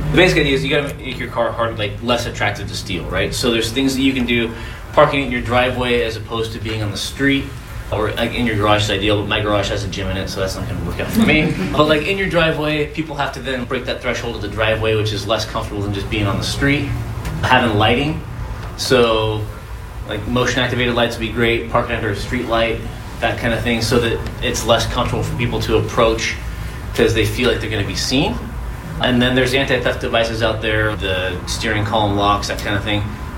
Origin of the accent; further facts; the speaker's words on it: Oregon, United States; So I grew up just outside East Precinct, off 162nd and Foster, just in the Clackamas County. So I went to Centennial Schools.